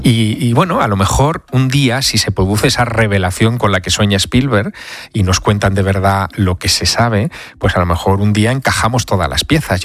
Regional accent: Teruel, Aragon, Spain; Pues mira, me voy a Teruel, a mi ciudad natal.

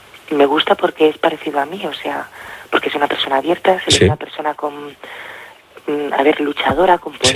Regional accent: Barcelona, Catalonia, Spain; born there; also born or lived in Teruel; now in Barcelona, Spain; yo nací aquí en Barcelona, pero yo me fui fuera de Barcelona.

